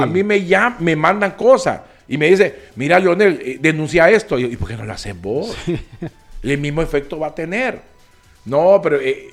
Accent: Honduras; pero yo la miro como una misión patriótica como hondureño

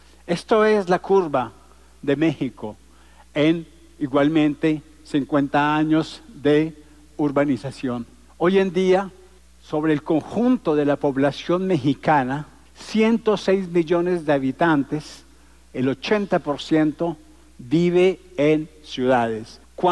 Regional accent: Colombia; moved away as an adult; now in France; yo nací en América Latina. Yo nací en Colombia hace 67 años y viví hasta los 20 años en Colombia. Vivo en Francia desde hace 47

